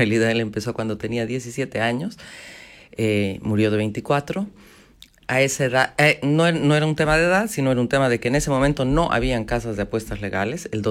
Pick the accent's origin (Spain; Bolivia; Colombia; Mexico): Bolivia; now in Argentina; Yo hablo como soy boliviana, hablo como boliviana, pero vivo hace 29 años aquí, entonces me siento argentina.